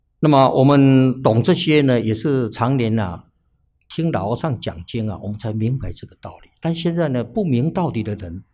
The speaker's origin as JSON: {"language": "Chinese", "country": "Taiwan", "said": "所以我们住在台湾的人啊，比较背叛祖宗"}